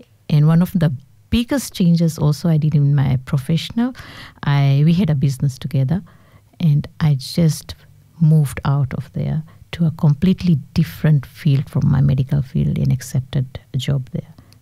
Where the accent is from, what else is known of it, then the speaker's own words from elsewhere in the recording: India; Actually, I'm an Indian.